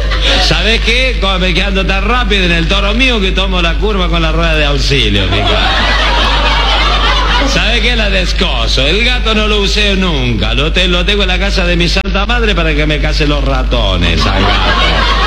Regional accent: Buenos Aires, Argentina; Y yo soy de Villa Lugano.

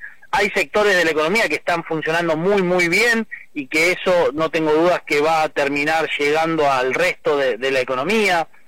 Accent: Rosario, Santa Fe, Argentina; yo soy rosarino, tengo mi familia que vive en sí. Rosario toda la vida.

